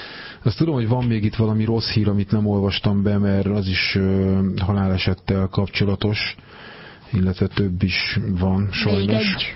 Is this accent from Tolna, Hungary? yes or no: no; Csongrád, Csongrád-Csanád, Hungary; én ugye Csongrádon születtem